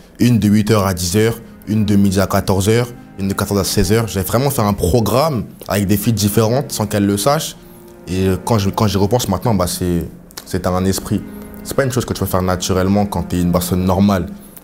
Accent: Paris, Île-de-France, France; j'ai 19 ans et voici mon témoignage. Allez, go, go. J'ai grandi à Paris avec ma mère et pas mon père

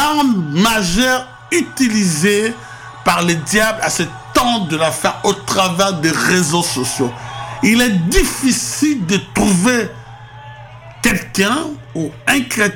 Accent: DR Congo; born there; moved away; Moi, je l'ai vécu dans mon pays d'origine avec le maréchal dictateur Mobutu

